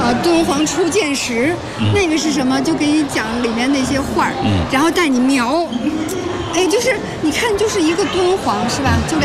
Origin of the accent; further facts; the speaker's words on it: China; 中国是我们中国人自己建设出如今的中国，